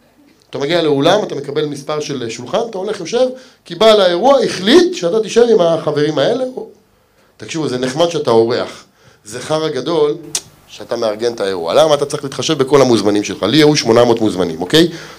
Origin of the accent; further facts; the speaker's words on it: Ramla, Central District, Israel; also born or lived in Lod; אני במקור גדלתי ברמלה, אמיתי. עברתי ללוד, אמיתי